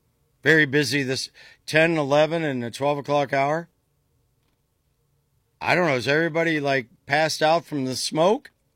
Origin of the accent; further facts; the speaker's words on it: Dover, Ohio, United States; about a half hour due east of my hometown of Dover.